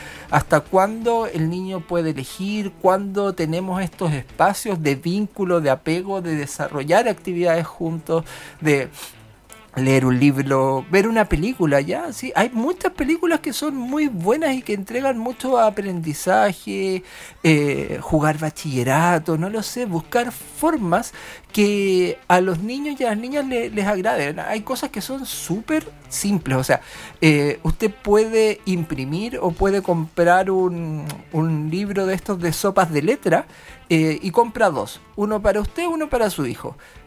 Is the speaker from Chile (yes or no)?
yes; Iquique, Tarapacá, Chile; now in Coquimbo, Chile; Sí, yo pasé mi infancia en Iquique